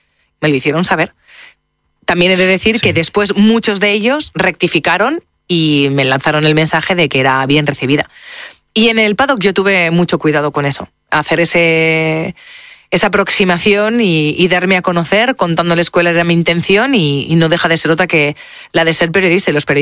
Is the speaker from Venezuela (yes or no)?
no; Spain; Te duela o no te duela, es verdad, yo soy española, no sé qué te pasa con nosotros